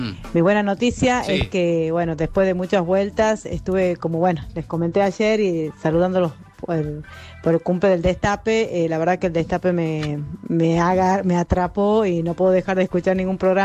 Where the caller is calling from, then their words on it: Tucumán, Argentina; desde Tucumán